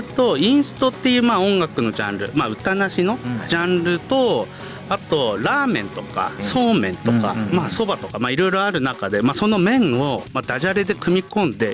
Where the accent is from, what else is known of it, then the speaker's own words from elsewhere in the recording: Akita, Japan; born there; はい、なんか大体長くなるんですけど、まあ秋田生まれで、はい、